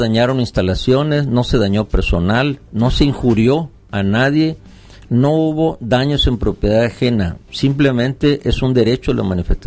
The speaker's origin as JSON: {"language": "Spanish", "region": "Sinaloa", "country": "Mexico", "said": "No estoy diciendo que sean amigos, pero somos sinaloenses."}